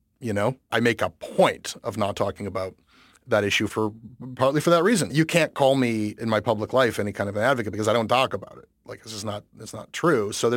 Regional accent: Toronto, Ontario, Canada; I was born in Mount Sinai Hospital in Toronto. That's where I was born. The first neighborhood I lived in was Armour Heights. The second neighborhood I lived in was around Bathurst and Eglinton.

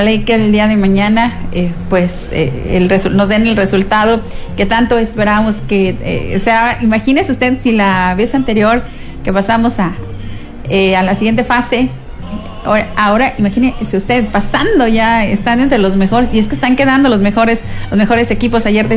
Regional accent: Mexico; ¿cómo somos los mexicanos?

